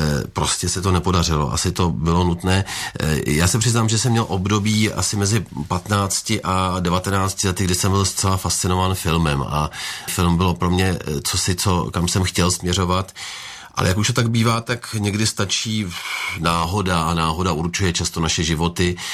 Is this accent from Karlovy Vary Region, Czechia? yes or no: no; Prague, Czechia; Já jsem se narodil v Praze, jsem Pražák skutečně rodilý se vším všudy